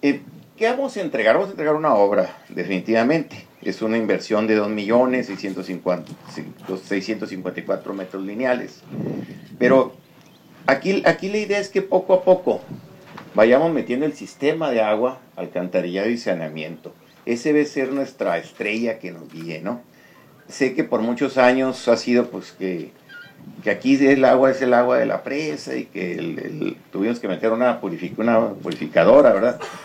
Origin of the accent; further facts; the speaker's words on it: Delicias, Chihuahua, Mexico; yo fui municipal de Delicias, soy presidente municipal de Delicias. Es la tierra que lo vio nacer a uno, que lo vio crecer